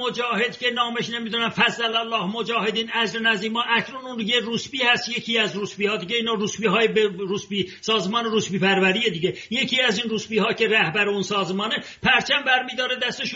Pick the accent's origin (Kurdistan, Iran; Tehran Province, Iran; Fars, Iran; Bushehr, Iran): Tehran Province, Iran; Tehran; moved away; also born or lived in Ardabil; که من اردبیلی هستم، در تهران بزرگ شدم و من اردبیلی هستم.